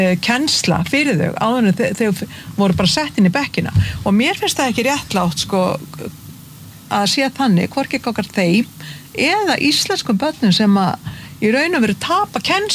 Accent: Hvammstangi, Northwestern Region, Iceland; ég þekki til þess eins og fyrir norðan á Hvammstanga sem er var mín heimabyggð

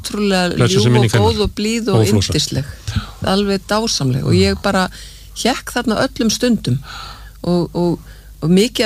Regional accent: Reykjavík, Capital Region, Iceland; ég auðvitað fættu uppalinn í Vesturbæ Reykjavíkur og bjó fyrstu tvö árin á Fálkagötunni

